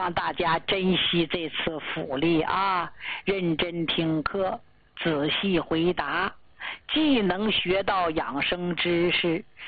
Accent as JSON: {"language": "Chinese", "region": "Northeast China", "country": "China"}